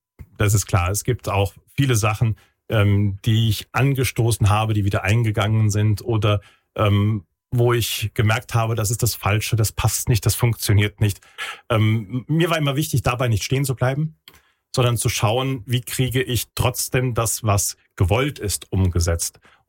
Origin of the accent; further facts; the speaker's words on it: Westerwald, Germany; born there; moved away; also born or lived in Friedberg; ich bin gebürtiger Westerwälder. Ich ziehe jetzt wieder in die Nähe meiner Familie.